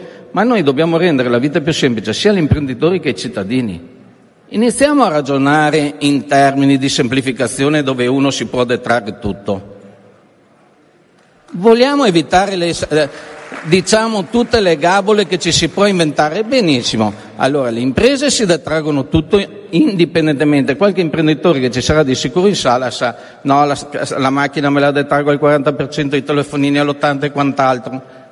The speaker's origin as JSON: {"language": "Italian", "region": "Veneto", "country": "Italy", "said": "Perché io vengo dal Veneto, noi abbiamo un problema fondamentale nelle regioni di confine."}